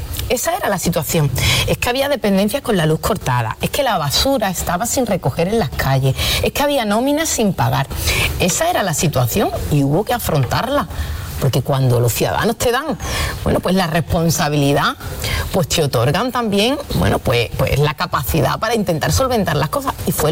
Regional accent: Arcos de la Frontera, Andalusia, Spain; a mí me gustaría que mi pueblo saliese en la prensa. Uh-huh. Y es que la Cámara de Cuentas acusa al Ayuntamiento de Arcos de ser de los ayuntamientos

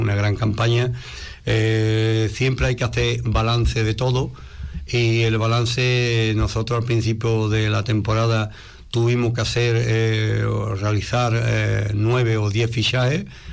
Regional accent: Jerez de la Frontera, Andalusia, Spain; yo soy de Jerez.

